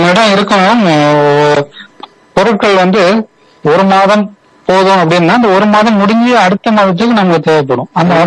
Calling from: Vilamal, Tamil Nadu, India

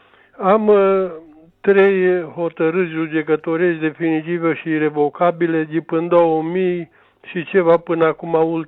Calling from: Doleni, Romania; Sunt româna de la Doleni

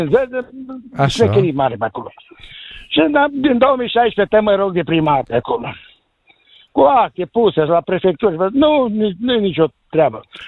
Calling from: Călinești-Oaș, Satu Mare County, Romania; Eu sunt din Călinești Oaș.

